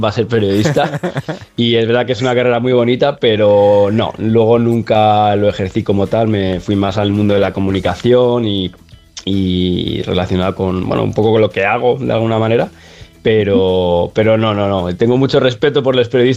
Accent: Madrid, Community of Madrid, Spain; born there; moved away as an adult; now in Mallorca, Spain; desde que soy adolescente, yo vivía en Madrid al lado del Pardo

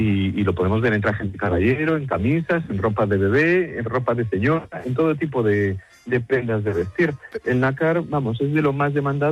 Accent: Galicia, Spain; yo como gallego tengo que reivindicar la ostra gallega como calidad

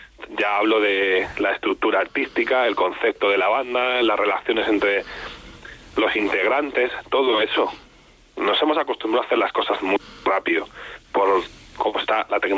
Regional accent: Tordesillas, Castile and León, Spain; yo soy de Tordesillas. Mis padres todavía viven allí, aunque ellos son de Zamora, pero ahí es donde viven.

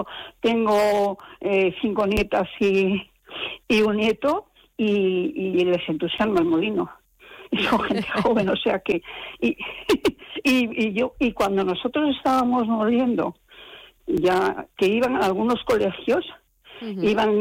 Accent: Madrid, Community of Madrid, Spain; somos de Madrid

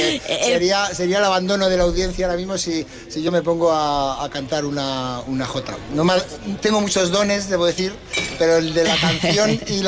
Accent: Logroño, La Rioja, Spain; Me gustan mucho las fiestas de mi pueblo, yo siempre digo Logroño mi pueblo

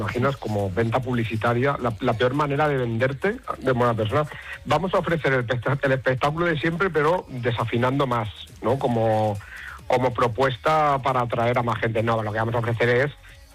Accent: Cuenca, Castilla-La Mancha, Spain; Bueno, yo soy de Cuenca, pero también me considero un poco de Albacete.

